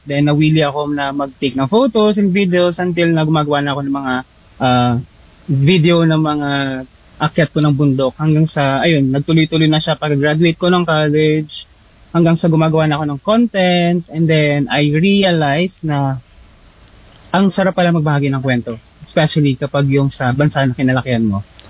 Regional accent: Quezon Province, Calabarzon, Philippines; I'm from Quezon Province po.

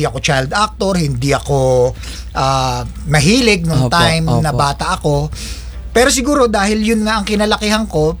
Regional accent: Manila, Metro Manila, Philippines; also born or lived in Sampaloc, Manila; Yes, actually, I was born in Sampaloc, sa Domingo Santiago Street. Doon ako pinanganak. Pero nung medyo lumalaki na ako, tumira din kami sa Santa Cruz, Manila.

